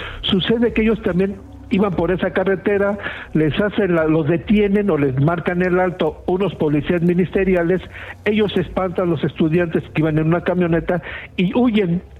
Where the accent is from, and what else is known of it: Mexico